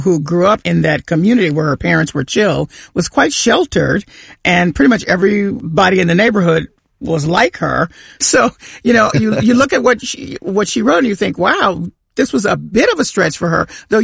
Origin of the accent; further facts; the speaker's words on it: the South, United States; I grew up in the Bible Belt.